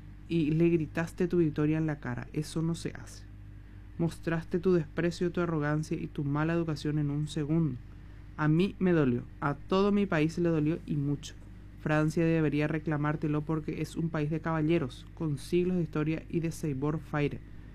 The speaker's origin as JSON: {"language": "Spanish", "country": "Paraguay", "said": "Mi principal compromiso es ser la voz del pueblo paraguayo, decir lo que ellos no pueden y defender a mi país"}